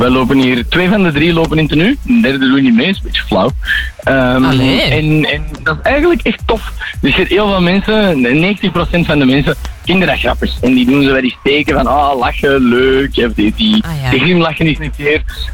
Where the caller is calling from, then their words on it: Belgium; als Belgen